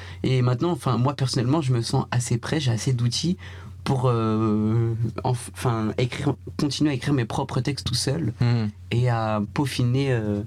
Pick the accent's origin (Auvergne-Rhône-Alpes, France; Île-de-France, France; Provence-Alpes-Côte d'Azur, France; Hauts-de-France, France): Île-de-France, France; Paris; moved away as an adult; now in Liège, Belgium; moi, je suis de Paris.